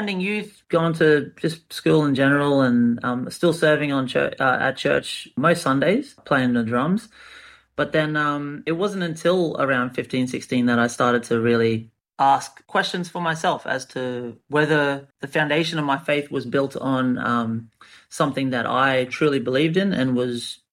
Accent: Rockhampton, Queensland, Australia; also born or lived in Bowen; now in Brisbane, Australia; I'm originally from a little town on the Whitsundays called Bowen. And born in Bowen, I was raised in Rockhampton. Finished, yeah, like all my secondary schooling back up north in North Queensland.

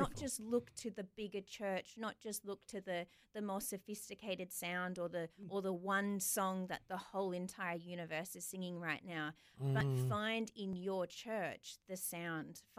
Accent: Australia

